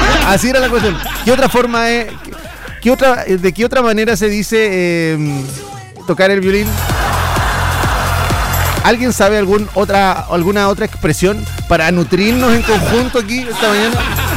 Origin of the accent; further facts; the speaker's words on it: Chile; Chileno tenía que ser, Así somos los chilenos.